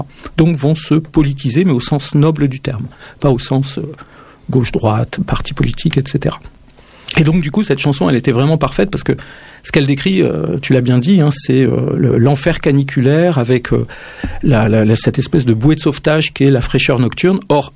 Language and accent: French; Brittany, France; now in Toulouse, France; je suis breton